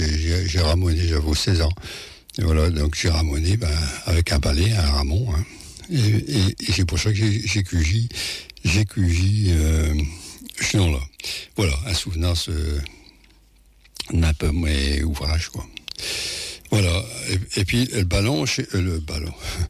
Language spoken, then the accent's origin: French; Paris, Île-de-France, France; je ne viens pas des Amériques, je viens plutôt de Paris